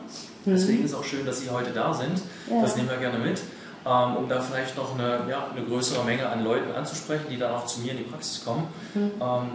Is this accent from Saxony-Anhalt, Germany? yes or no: yes; Halle, Saxony-Anhalt, Germany; Ich komme aus Halle.